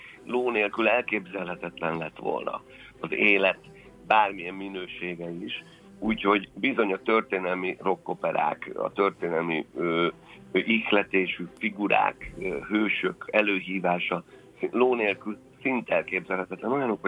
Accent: Hungary; mint magyar művész

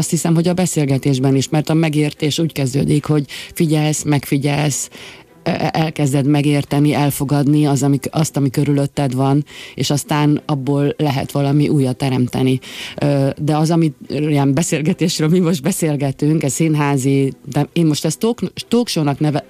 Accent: Bonyhád, Tolna, Hungary; én emlékszem arra a kislányra … aki ül otthon Bonyhádon az udvaron

